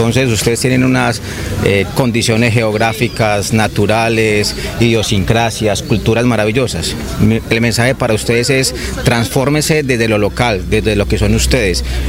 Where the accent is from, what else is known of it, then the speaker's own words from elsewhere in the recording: Medellín, Antioquia, Colombia; Si mi ciudad Medellín pudo